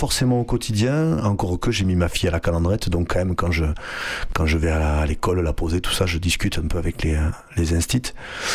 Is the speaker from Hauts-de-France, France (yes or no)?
no; Bédarieux, Occitanie, France; born there; also born or lived in Hauts-Cantons; suis né à Bédarieux mais mes parents sont arrivés l'année de ma naissance, donc j'ai vraiment vécu toute mon enfance là dans les Hauts-Cantons. Dans les Hauts-Cantons.